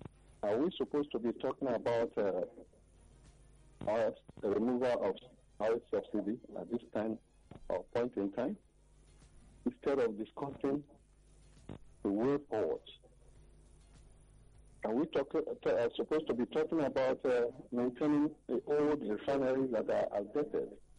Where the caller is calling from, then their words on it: Lagos, Nigeria; I'm calling from Lagos.